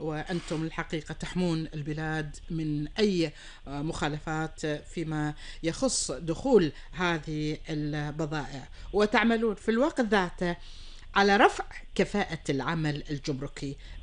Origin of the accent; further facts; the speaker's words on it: Kuwait; لديرتنا الحبيبة الكويت